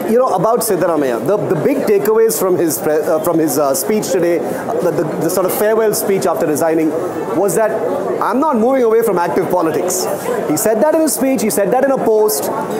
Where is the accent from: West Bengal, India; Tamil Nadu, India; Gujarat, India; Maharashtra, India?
Tamil Nadu, India; Chennai; also born or lived in Karnataka; Grew up in Chennai, but I'm from here.